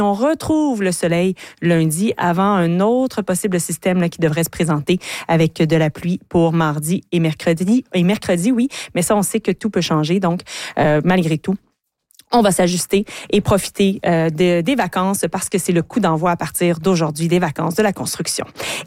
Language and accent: French; Quebec, Canada; chez nous au Québec